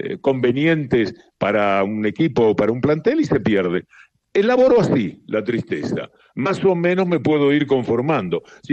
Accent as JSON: {"language": "Spanish", "country": "Uruguay", "moved": "yes", "lives_now": "Argentina", "said": "Yo, en tanto argentino, soy uruguayo"}